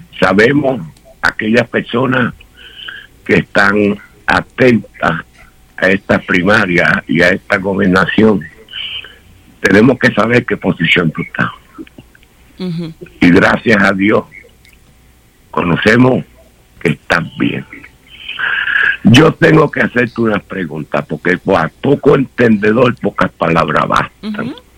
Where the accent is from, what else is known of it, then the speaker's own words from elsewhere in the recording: Vieques, Puerto Rico; now in US Virgin Islands; Como americano emigrante que vinimos aquí de la isla de Vieques y de Puerto Rico, y muchas personas vinieron de Nueva York